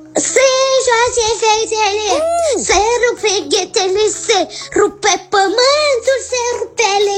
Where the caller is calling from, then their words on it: Ploiești, Prahova, Romania; din Ploiești, am 8 ani